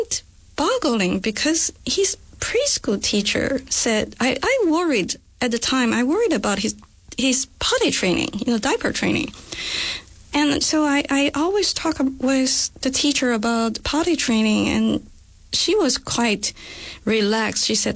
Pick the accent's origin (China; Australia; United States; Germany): China; So I grew up in China, and for instance, when I was little